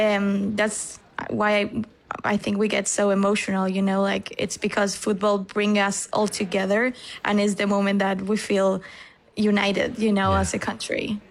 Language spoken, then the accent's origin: English; Argentina; For us, you know, I grew up in Argentina.